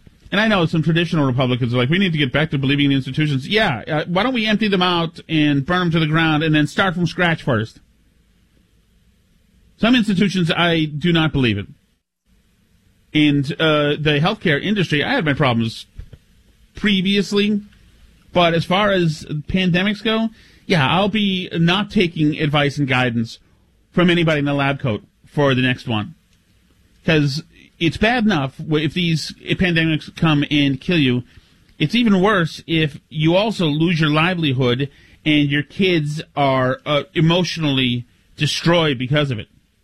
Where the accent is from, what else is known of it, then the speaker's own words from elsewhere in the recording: Winchester, Massachusetts, United States; now in Newburyport, United States; I'm a North Shore guy. I'm from Winchester, and now I'm way up here in Jupiter. I'm in Newburyport now.